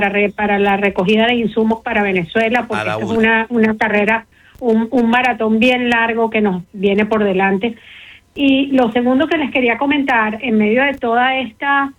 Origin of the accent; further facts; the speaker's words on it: United States; Y como estadounidense yo puedo decir, bueno, mira, eso es lo que toca, porque a Estados Unidos le tiene que interesar